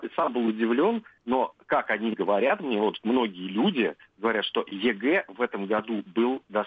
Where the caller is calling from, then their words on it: Nizhny Novgorod, Nizhny Novgorod Oblast, Russia; Мы сами из Нижнего Новгорода, из Нижегородской области.